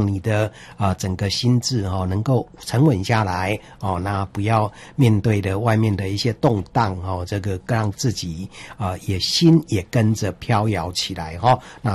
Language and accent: Chinese; Changhua County, Taiwan; 就是他在辅导的在彰化。二林齁、哦、这个是我彰化是我的老家啦齁